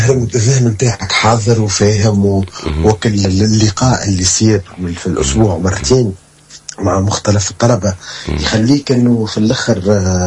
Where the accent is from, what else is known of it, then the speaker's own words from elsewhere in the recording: Tunisia; انا تونسي حتى النخاع نحب حورة تونس وجو تونس